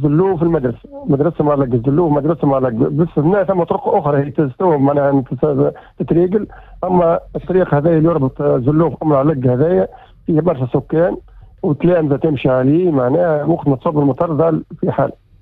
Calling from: Tunisia; معك مواطن من علق.

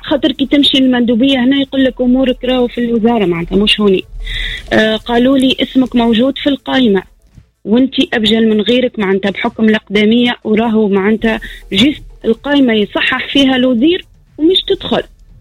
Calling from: Sfax, Sfax Governorate, Tunisia; انا مواطنة من صفاقس.

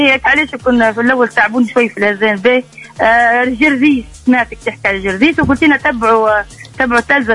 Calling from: Tataouine, Tataouine Governorate, Tunisia

